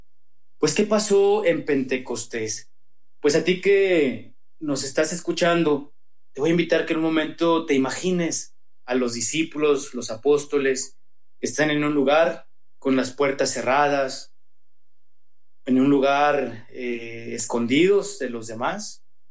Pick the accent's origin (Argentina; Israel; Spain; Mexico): Mexico; Villa de Reyes, San Luis Potosí; now in Irapuato, Mexico; misionero del Espíritu Santo. Soy del municipio de Villa de Reyes, San Luis Potosí. Pero ahorita estoy en el servicio en la ciudad de Irapuato